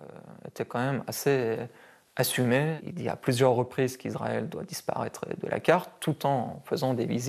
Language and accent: French; Iran; Moi, j'ai grandi en Iran, j'étais bombardé de cette propagande-là